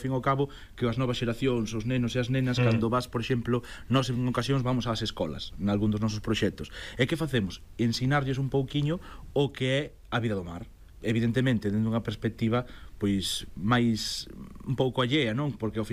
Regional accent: Cedeira, Galicia, Spain; Os que somos de Galicia, que somos galegos, temos o ADN e temos o mar na comida, nos cantos, nas arquitecturas, na nosa maneira de ser

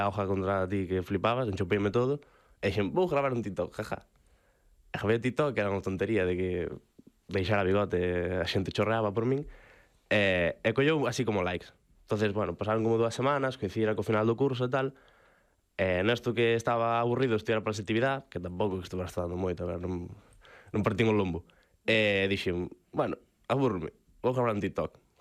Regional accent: Silleda, Galicia, Spain; Eu teño ido bastante porque son de Silleda, hai que ir a Fervenza do Toxa

